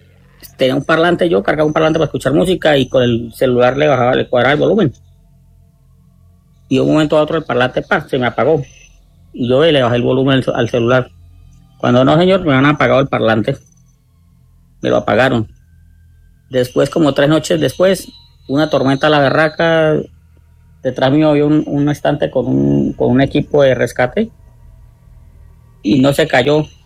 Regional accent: Guamal, Meta, Colombia; Pues, Dani, la verdad, yo soy por acá del Meta, de los Llanos Orientales, más exactamente de Guamal Meta.

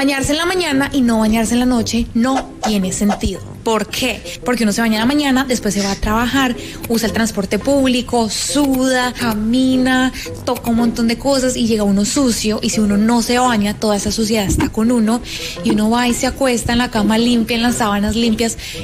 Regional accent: Colombia; moved away as an adult; now in United States; Yo soy colombiana, obviamente que en Colombia uno se tiene que bañar, pero obligado, todas las mañanas antes de salir, porque si no, uno sale con olor a cobija. Algo así decía mi mamá. Todo iba bien hasta que yo me mudé a Estados Unidos.

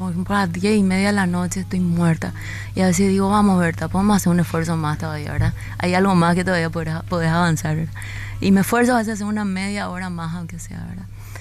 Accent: Paraguay; moved away; Al público de mi tierra

